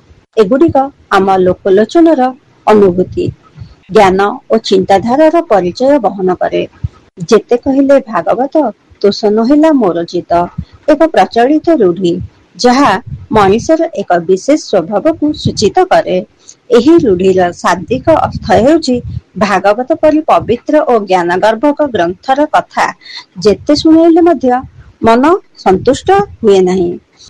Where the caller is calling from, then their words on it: Bhubaneswar, Odisha, India; ଭୁବନେଶ୍ୱରରୁ କହୁଛି।